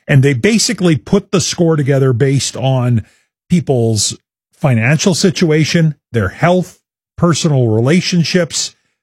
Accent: Saskatoon, Saskatchewan, Canada; I did love my early years growing up in Saskatoon in small town Sask.

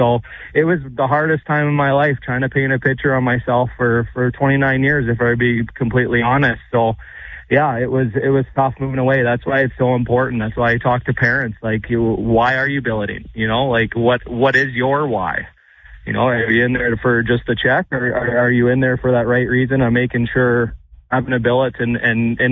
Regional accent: Kindersley, Saskatchewan, Canada; I was fortunate enough to be the captain for my hometown Kindersley Clippers.

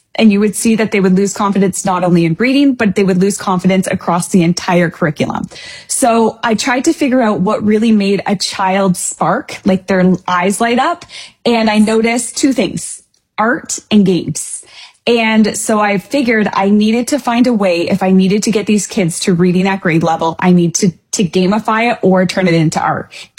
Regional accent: Canada; moved away; I'm Canadian. I'm an Ontario trained teacher.

